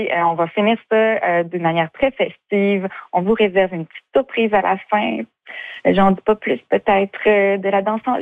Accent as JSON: {"language": "French", "town": "Saint-Hubert-de-Rivière-du-Loup", "region": "Quebec", "country": "Canada", "tie": "born or raised there", "said": "Moi, je suis native de Saint-Hubert-de-Rivière-du-Loup, donc j'ai grandi sur le bord du fleuve."}